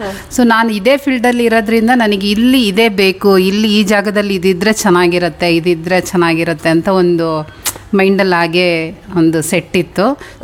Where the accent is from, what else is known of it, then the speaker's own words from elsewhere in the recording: Bhadravati, Karnataka, India; moved away as an adult; now in Shivamogga, India; ನಾವು ಹುಟ್ಟಿದ್ದು ಭದ್ರಾವತಿ ನಿರ್ಮಲ ನರಸಿಂಹಮ್ಮಲ್ಲಿ. So education ಎಲ್ಲ ಅಲ್ಲೇ ಆಗಿದ್ದು, ಮ್ಯಾರೇಜ್ ಆಗಿದ್ದು ಶಿವಮೊಗ್ಗ.